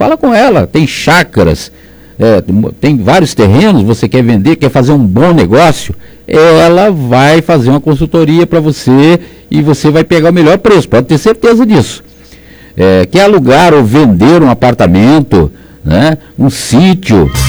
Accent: São Paulo, Brazil; Qualquer um de São Paulo aí, nós somos paulistas

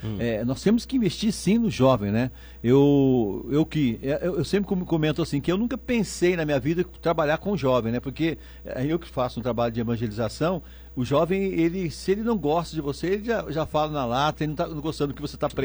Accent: Pindamonhangaba, São Paulo, Brazil; nasci lá no Campo Alegre, bairros, né, conheço todo mundo

